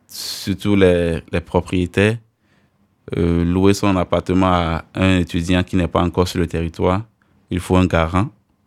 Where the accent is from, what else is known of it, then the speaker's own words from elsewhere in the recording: Benin; moved away as an adult; now in Grenoble, France; Contrairement à chez moi au Bénin.